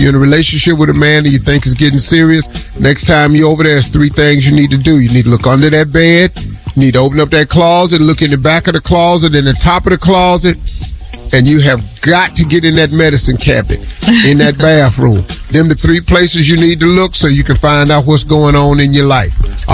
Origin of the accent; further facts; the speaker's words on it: Welch, West Virginia, United States; I grew up in Welch, West Virginia. Been around them a good part of my life.